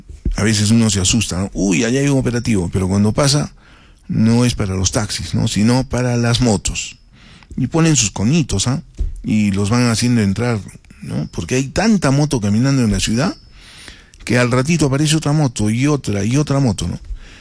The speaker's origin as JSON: {"language": "Spanish", "region": "Arequipa", "country": "Peru", "said": "esto lo digo como ciudadano arequipeño"}